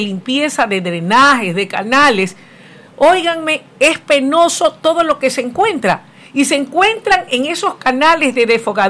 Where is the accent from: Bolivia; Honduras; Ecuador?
Ecuador; Guayaquil, Guayas; como guayaquileños, estamos en la capacidad de exigir y de demandar de nuestras autoridades